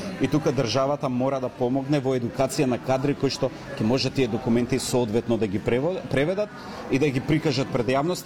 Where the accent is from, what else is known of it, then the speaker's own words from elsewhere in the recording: Ohrid-Struga region, North Macedonia; Јас бидејќи потекнувам од Охридско-Струшкиот крај